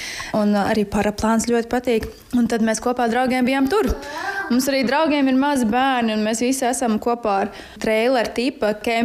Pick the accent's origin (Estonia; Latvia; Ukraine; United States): Latvia; Ropaži, Ropaži Municipality; es pati esmu no Ropažiem. Vienmēr esmu dzīvojusi, kopš sev atceros, ārā laukos.